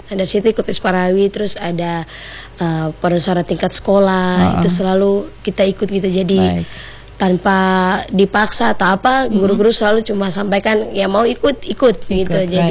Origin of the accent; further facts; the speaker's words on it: Kaimana, West Papua, Indonesia; Umur saya 25 tahun. Asal saya asli Kaimana, Peranakan Serui.